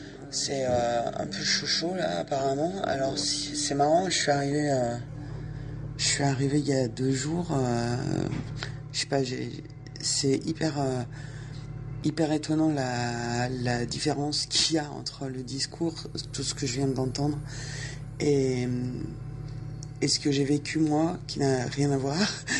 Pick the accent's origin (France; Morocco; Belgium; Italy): France; moi en tant que française